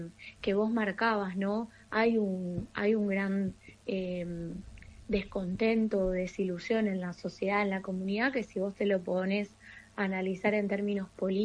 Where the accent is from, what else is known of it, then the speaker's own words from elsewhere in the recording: Argentina; ¿Quién en la Argentina no quiere vivir mejor? Y a mí me pasa como joven argentina